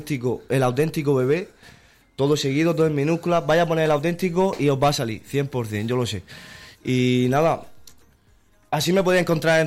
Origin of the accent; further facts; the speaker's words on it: Alguazas, Las Torres de Cotillas, Region of Murcia, Spain; yo era el único así por la zona de Alguaza, Las Torres, Molina, toda esa zona, pues toda la zona donde yo me juntaba cuando era crío.